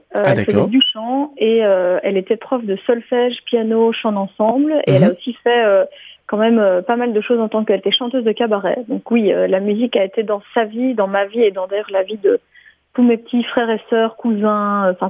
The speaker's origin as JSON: {"language": "French", "town": "Brussels", "region": "Brussels-Capital Region", "country": "Belgium", "said": "viens d'avoir 32 ans, je suis autrice, compositrice, interprète et je viens de Bruxelles. Voilà, je suis basée à Bruxelles, même si pour l'instant je suis pas mal ailleurs, je joue beaucoup aussi en France."}